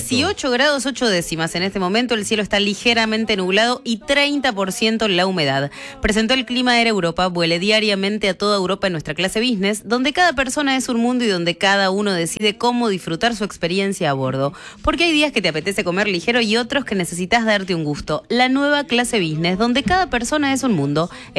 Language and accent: Spanish; Buenos Aires, Argentina; born there; Yo soy nacida acá, en Capital. Sí, Capital Federal. Capital Federal.